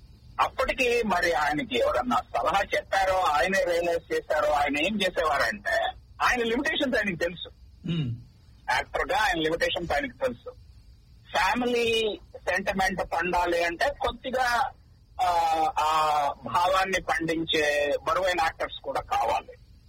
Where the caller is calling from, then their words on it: Detroit, Michigan, United States; Detroit నుంచి radio service శ్రోతలందరికీ నమస్కారం.